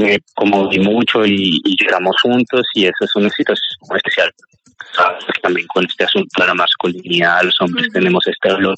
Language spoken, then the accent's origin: Spanish; Cali, Valle del Cauca, Colombia; entender que como caleños y caleñas estamos pues juntos en esta situación